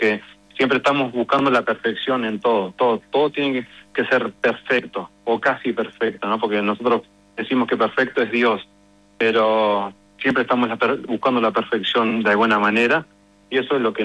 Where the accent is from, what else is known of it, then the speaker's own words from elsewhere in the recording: Uruguay; now in Utah, United States; soy uruguayo, soy latino